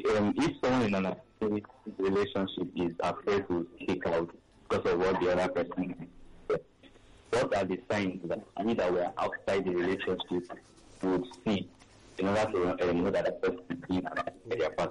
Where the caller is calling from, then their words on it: Ogun, Nigeria; I'm calling from Ogun State.